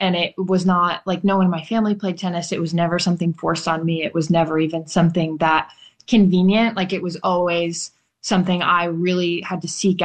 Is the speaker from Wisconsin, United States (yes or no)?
yes; Whitewater, Wisconsin, United States; So there are two community tennis courts in my hometown of Whitewater, Wisconsin